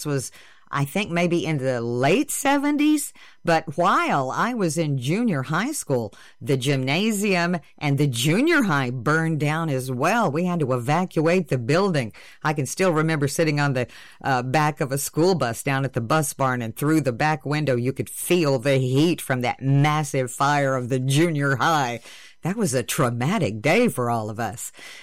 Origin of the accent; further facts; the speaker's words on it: Cherokee, United States; I'm from a small town. As most of you know, I'm from Cherokee.